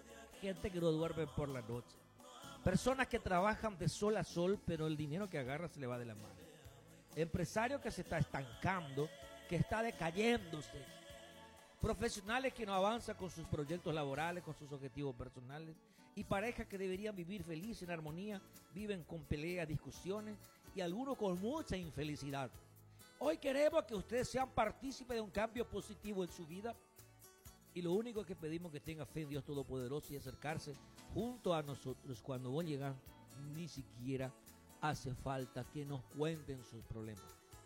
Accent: Hernandarias, Alto Paraná, Paraguay; vení en Ciudad del Este. Yo sé que soy de Hernandaria.

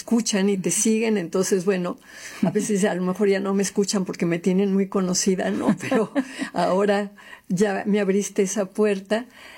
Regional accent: Mexico; Siendo mexicana, digo, yo cada vez que veo las noticias del el horror de lo que hace Trump, ¿no?

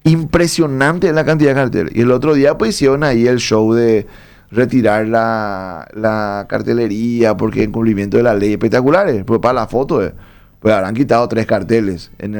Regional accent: Lambaré, Central, Paraguay; born there; moved away as an adult; now in Luque, Paraguay; yo puedo hablar de Luque porque vivo en Luque, Asunción porque trabajo acá, y de por ahí Lambaré, que nos queda cerca, y es luego mi ciudad original.

